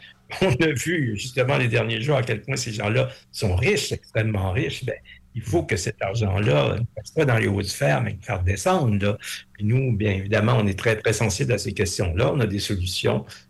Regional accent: Quebec, Canada

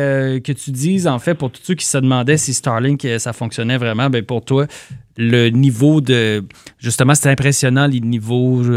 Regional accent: Vankleek Hill, Ontario, Canada; Moi, je prends par exemple chez nous à Vanclick Hill, et c'est comme ça aussi dans plein de places.

